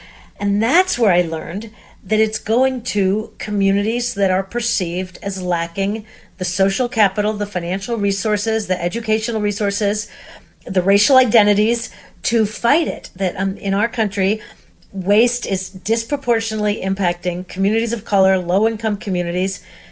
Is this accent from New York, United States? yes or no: no; Seattle, Washington, United States; And I grew up in Seattle, where one of the first cities to have curbside recycling